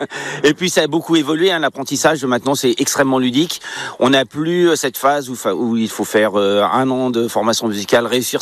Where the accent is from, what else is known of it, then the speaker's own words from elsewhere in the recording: Beaugency, Centre-Val de Loire, France; born there; je suis né à Beaugency, je travaille à main et j'habite Boulle.